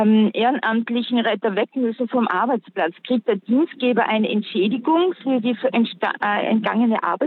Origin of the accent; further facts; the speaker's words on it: Salzburg, Austria; ich bin in Pinsker aufgewachsen.